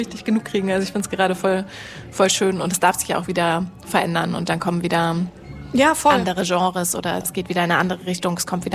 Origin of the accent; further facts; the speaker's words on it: Switzerland; ich komme ja auch aus der Schweiz